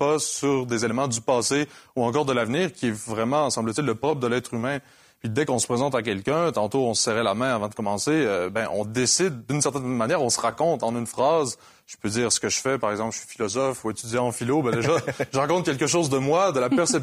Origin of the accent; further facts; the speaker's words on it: Quebec, Canada; now in Quebec City, Canada; Moi, je viens de la Beauce, puis ça me prend toujours 3 phrases à peu près pour le plugger, justement, donc je me raconte comme ça. Mais quand je suis arrivé à Québec